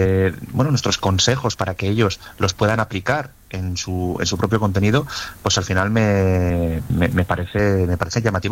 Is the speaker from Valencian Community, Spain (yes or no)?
no; Asturias, Spain; yo soy asturiano